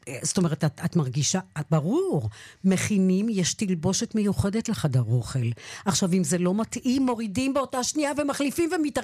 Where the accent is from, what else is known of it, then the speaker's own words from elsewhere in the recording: Northern District, Israel; אני גדלתי בקיבוץ, בקיבוץ אפיקים